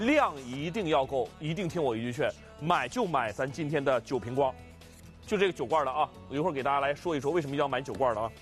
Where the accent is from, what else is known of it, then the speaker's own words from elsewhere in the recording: China; 我们中国人